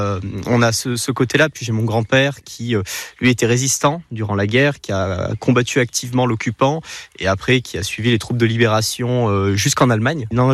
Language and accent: French; Quaix-en-Chartreuse, Auvergne-Rhône-Alpes, France; J'ai grandi à Quai en Chartreuse. J'ai eu des professeurs à l'école primaire qui ont été très intéressants pour l'histoire.